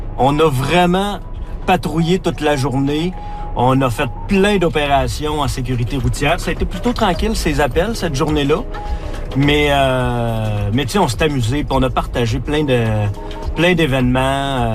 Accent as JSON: {"language": "French", "town": "Amos", "region": "Quebec", "country": "Canada", "tie": "born there", "said": "Tu sais, moi, quand j'étais jeune, je le voyais toujours arriver dans son auto de police en uniforme. J'étais extrêmement impressionné de le voir, puis de la façon dont il réagissait avec la population de la ville d'Amos à ce moment-là."}